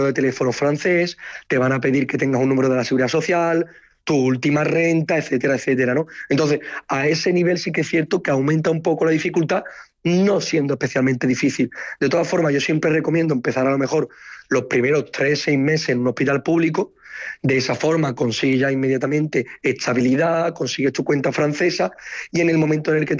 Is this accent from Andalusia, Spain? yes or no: yes; Cádiz, Andalusia, Spain; moved away as an adult; aunque soy realmente de Cádiz, hago mis estudios en Sevilla, y yo decido emigrar. Yo voy a Montpellier, después he estado en París